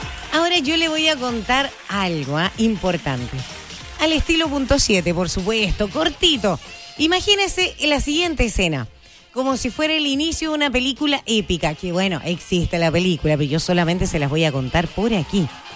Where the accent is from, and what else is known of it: Chile